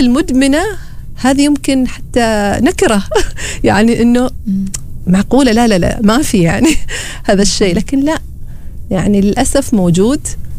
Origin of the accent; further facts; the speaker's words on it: Oman; عندنا هنا في عمان.